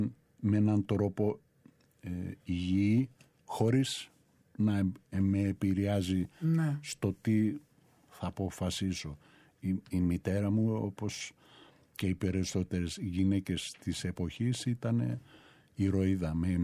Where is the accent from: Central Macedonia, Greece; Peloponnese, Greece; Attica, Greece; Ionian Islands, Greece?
Central Macedonia, Greece; Thessaloniki; εμείς επειδή είμαστε από την Επτάλοφο, Αμπελόκηποι Θεσσαλονικής